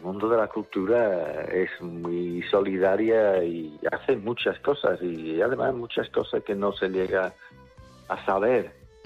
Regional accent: Liverpool, North West England, United Kingdom; Spanish is a second language; moved away as an adult; now in Valencina de la Concepción, Spain; porque yo vivo en Valencina y yo no soy de Valencina, como quizás te habrás dado cuenta por mi acentilla, que yo soy de Liverpool, pero desde hace 30 y tantos años pues vivo en Valencina, en mi familia, mis hijos y tal son de aquí.

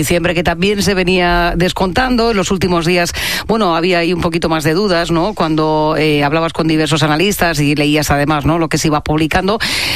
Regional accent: Jumilla, Region of Murcia, Spain; desde mi tierra querida, desde Murcia, en Jumilla

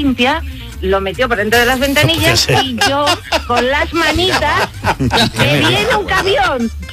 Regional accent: Seville, Andalusia, Spain; como que yo soy sevillana, una guita de esas de esparto

